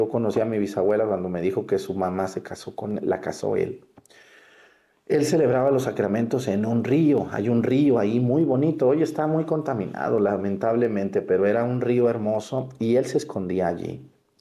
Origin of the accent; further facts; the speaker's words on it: Mexticacán, Jalisco, Mexico; a un ladito de mi pueblo en Mexicacán.